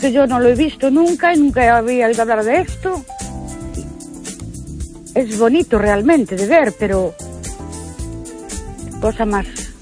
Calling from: Ourense, Galicia, Spain; de Ourense.

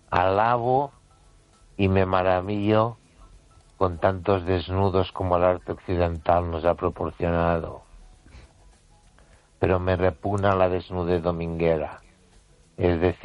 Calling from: Ourense, Galicia, Spain; de Orense.

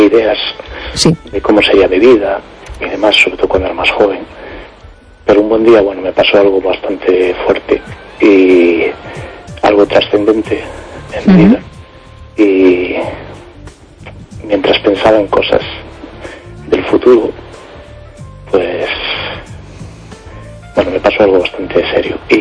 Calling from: A Coruña, Galicia, Spain; de Coruña.

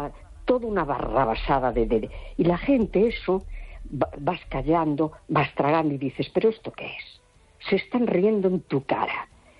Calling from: A Coruña, Galicia, Spain; Hola, buenas noches. … de La Coruña.

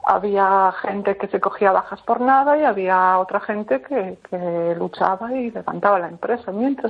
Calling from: Pontevedra, Galicia, Spain; de Pontevedra.

